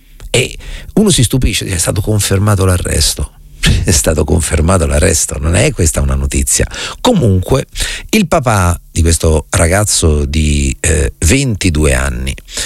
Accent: Rome, Lazio, Italy; noi a Roma, che siamo dotati di quella immediatezza tipica

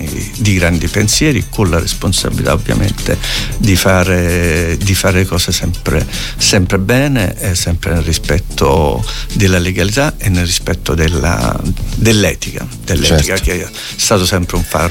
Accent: Tramutola, Basilicata, Italy; now in Rome, Italy; ero appena arrivato a Tramutola, il mio paese in Basilicata

